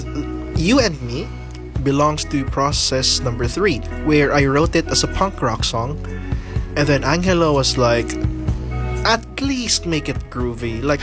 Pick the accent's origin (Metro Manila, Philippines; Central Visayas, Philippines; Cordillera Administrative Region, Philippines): Central Visayas, Philippines; Cebu; We're from Cebu. We make music in Cebu and would like to share it first among Cebuanos.